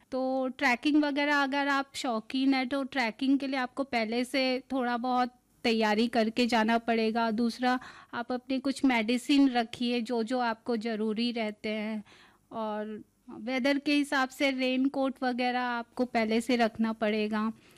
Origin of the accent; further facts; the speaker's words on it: Chhattisgarh, India; हम तो छत्तीसगढ़ से हैं और वहाँ का क्लाइमेट अलग है